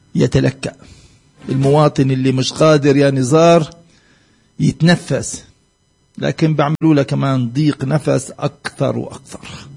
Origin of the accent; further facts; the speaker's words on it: West Bank, Palestine; عندنا احنا في الضفة الغربية